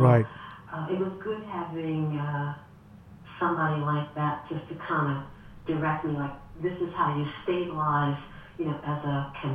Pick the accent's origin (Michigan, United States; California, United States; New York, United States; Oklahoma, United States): New York, United States; Yonkers; I grew up in Yonkers, New York, until I was 10, and I grew up in the town of Greenberg.